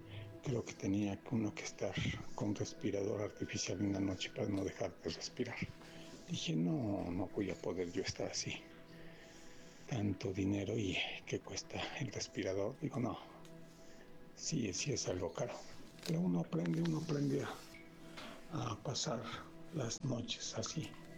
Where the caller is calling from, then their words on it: Puebla, Mexico; de Puebla.